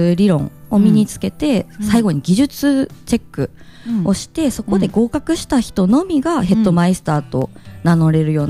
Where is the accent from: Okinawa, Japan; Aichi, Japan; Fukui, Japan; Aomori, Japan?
Fukui, Japan; Ōi; also born or lived in Tokyo; now in Tsuruga, Japan; もともとはあの大井町の那多小出身ですね。